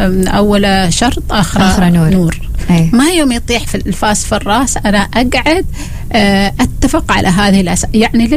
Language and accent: Arabic; Oman; عندنا في عمان